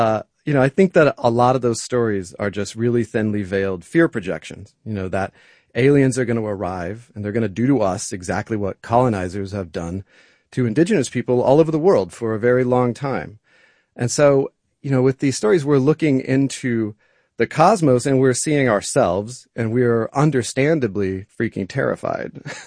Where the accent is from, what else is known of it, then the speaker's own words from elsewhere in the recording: Tulsa, Oklahoma, United States; Yeah, so I grew up in Tulsa, Oklahoma, in the Cherokee Reservation.